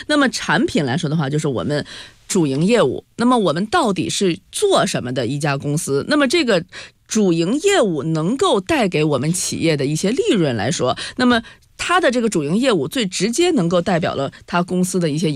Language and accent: Chinese; China